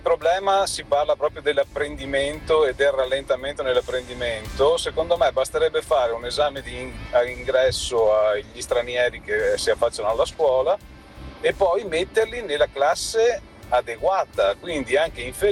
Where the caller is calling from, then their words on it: Rovigo, Veneto, Italy; da Rovigo.